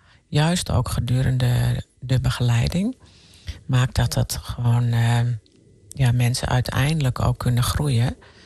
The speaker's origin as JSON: {"language": "Dutch", "region": "northern Netherlands", "country": "Netherlands", "accent": "northern", "moved": "yes", "lives_now": "Eindhoven area, Netherlands", "said": "Mensen zouden het niet denken aan mijn tongval. Ik heb een noordelijke tongval, maar ik woon nu helemaal in Noord-Brabant. Vlakbij Eindhoven."}